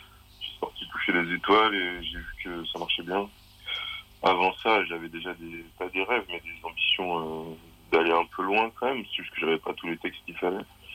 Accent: Normandy, France; born there; j'avais des potes dans mon bled en Normandie.

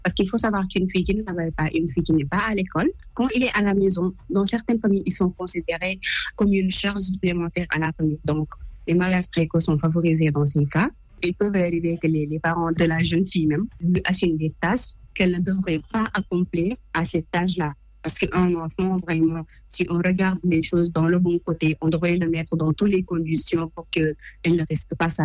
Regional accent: Tambacounda, Senegal; now in Dakar, Senegal; Moi, je suis issue de la région de Tambacounda, là où il fait excessivement chaud.

